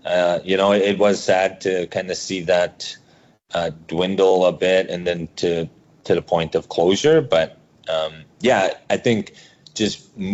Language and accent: English; Peguis First Nation, Manitoba, Canada; You know, I grew up in Pecos First Nation, but I came to the city often